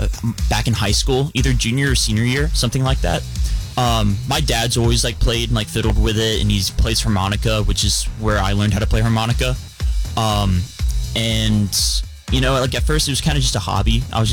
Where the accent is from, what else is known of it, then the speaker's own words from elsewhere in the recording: Covington, Georgia, United States; Covington, Georgia.